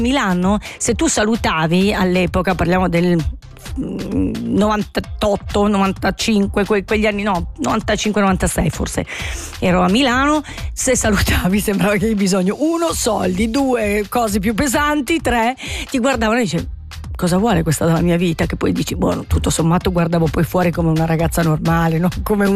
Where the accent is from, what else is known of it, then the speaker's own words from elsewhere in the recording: Biasca, Ticino, Switzerland; Io sono stata educata così da piccola, sono cresciuta a Biasca.